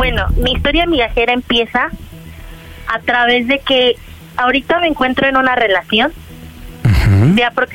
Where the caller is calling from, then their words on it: Cuauhtémoc, Mexico City, Mexico; soy de la Cuauhtémoc.